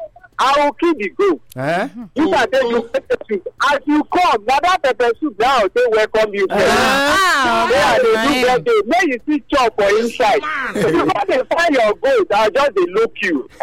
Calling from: Oluku, Edo, Nigeria; I'm calling from Oluku.

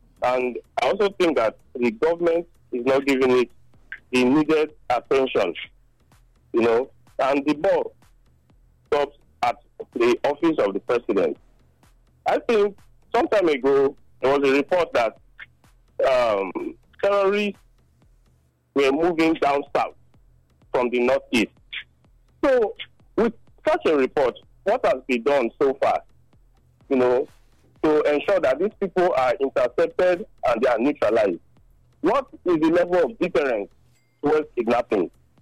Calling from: Benin City, Edo, Nigeria; I'm calling from Benin.

